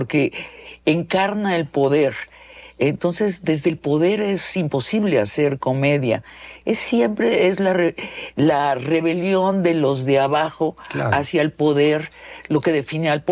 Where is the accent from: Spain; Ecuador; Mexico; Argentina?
Mexico; Porque como los mexicanos no tenemos aristocracia